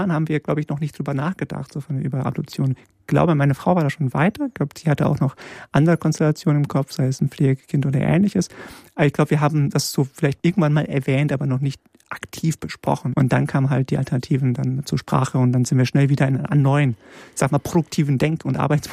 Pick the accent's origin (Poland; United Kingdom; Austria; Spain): Poland; Ich komme ja aus Polen, da ist man, glaube ich, katholisch mit Default-Einstellung.